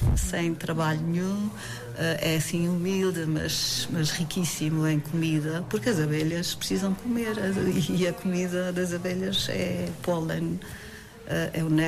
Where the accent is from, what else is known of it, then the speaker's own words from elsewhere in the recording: Azores, Portugal; nós somos açorianos acima de tudo.